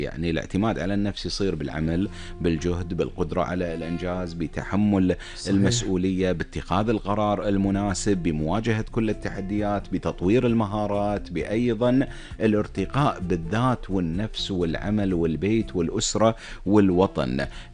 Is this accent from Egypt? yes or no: no; Kuwait; accent: Kuwaiti; عندنا بلهجتنا الكويتية والخليجية وموروثنا التراثي الشعبي